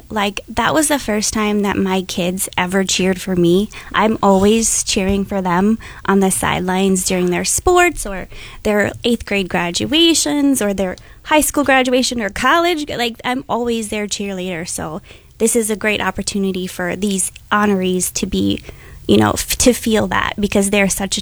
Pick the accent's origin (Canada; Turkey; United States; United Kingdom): United States; Texas; I'm from Texas originally. So in Texas, obviously, those demographics are completely different than in, right. in Wisconsin, in Northeast Wisconsin. And in my community, I've lived there 20 years.